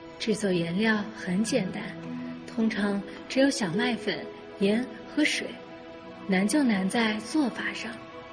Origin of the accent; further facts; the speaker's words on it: Wenzhou, Zhejiang, China; born or raised there